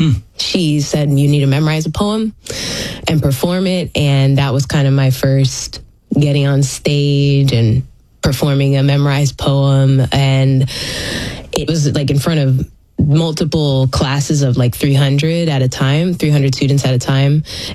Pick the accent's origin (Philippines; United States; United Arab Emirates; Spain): Philippines; Manila, Metro Manila; born there; So 1989, I was born in Manila, the Philippines.